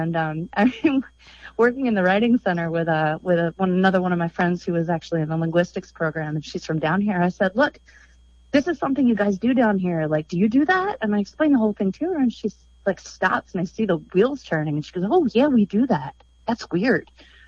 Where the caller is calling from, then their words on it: Norfolk, Virginia, United States; I'm calling from Norfolk, Virgin Beach.